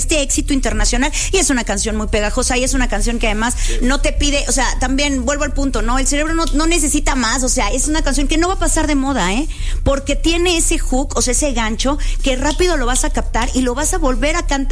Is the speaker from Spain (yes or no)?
no; Mexico; Porque así somos los mexicanos.